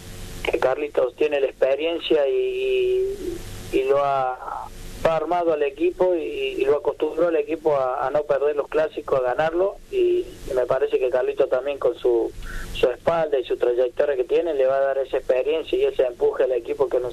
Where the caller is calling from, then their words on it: Buenos Aires, Argentina; estoy trabajando en Buenos Aires.